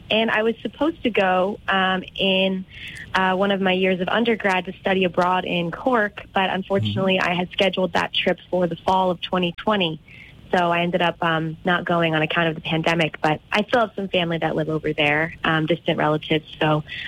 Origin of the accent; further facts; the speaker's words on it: Cleveland, Ohio, United States; Yeah, I grew up in Cleveland.